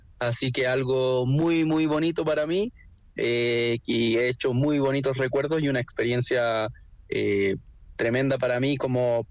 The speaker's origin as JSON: {"language": "Spanish", "country": "Chile"}